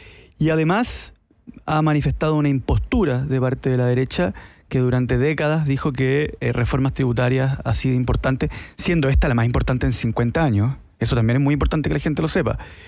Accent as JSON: {"language": "Spanish", "country": "Chile", "said": "Como chileno, el argentino es tu hermano."}